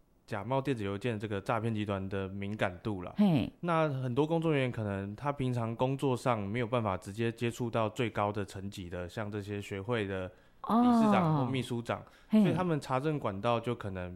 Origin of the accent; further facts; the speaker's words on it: Taitung County, Taiwan; 我是台东人。